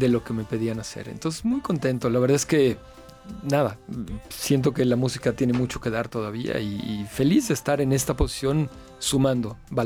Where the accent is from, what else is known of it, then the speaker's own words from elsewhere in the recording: Mexico; somos muchos mexicanos, pero somos un solo corazón